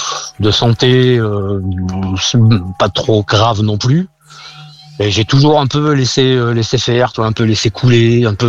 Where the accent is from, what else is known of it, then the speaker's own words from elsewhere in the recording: Limoges, Nouvelle-Aquitaine, France; Oh, je suis de Limoges